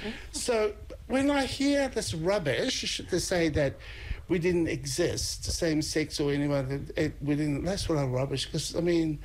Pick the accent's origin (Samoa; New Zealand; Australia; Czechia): Samoa; born there; first of all, I'm Samoan. And secondly, is I'm Fafafine.